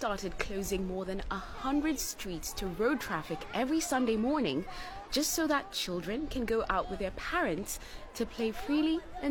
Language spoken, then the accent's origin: English; Nairobi, Kenya; Now, I grew up in Kenya's capital city, Nairobi